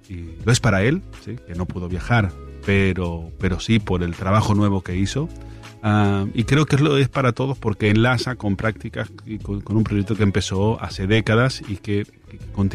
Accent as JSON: {"language": "Spanish", "country": "Spain", "tie": "born there", "also_born_or_lived": "Argentina", "said": "todas las generaciones que crecimos en España a partir de la década de los 80"}